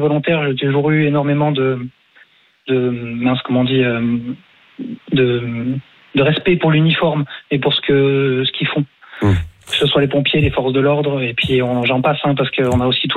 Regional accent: Mont-de-Marsan, Nouvelle-Aquitaine, France; Je suis originaire de Mont-de-Marsan, dans le sud-ouest de la France.

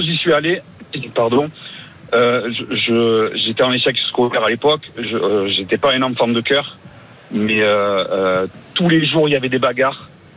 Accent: Aubagne, Provence-Alpes-Côte d'Azur, France; Alors moi, je suis né, j'ai grandi à Aubagne. Je suis allé dans ce collège.

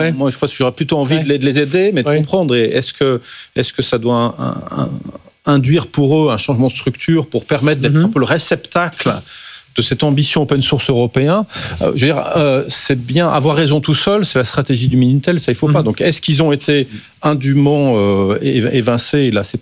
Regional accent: France; Évidemment, en tant que Français, on est déçus, on aimerait comprendre pourquoi.

